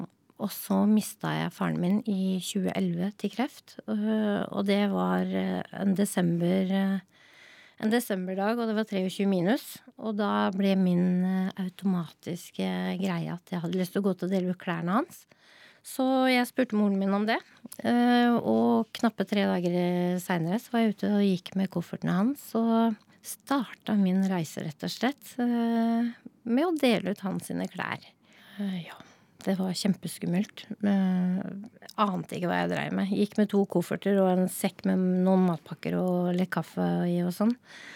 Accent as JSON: {"language": "Norwegian", "town": "Nittedal", "region": "Akershus", "country": "Norway", "said": "Det startet med at jeg er fra Nittedal og har mistet en del venner og klassekamerater og sånn opp igjennom"}